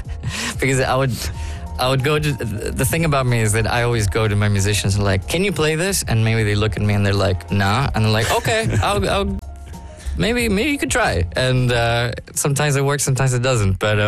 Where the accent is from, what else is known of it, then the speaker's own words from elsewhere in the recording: Barcelona, Catalonia, Spain; also born or lived in London, United Kingdom; I was born in London, but I grew up in Barcelona, and I've been working the circles in Barcelona